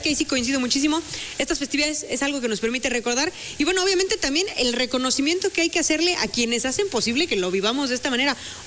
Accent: Puebla, Mexico; Como poblanos, como mexicanos

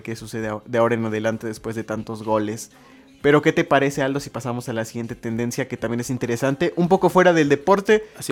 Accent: Mexico

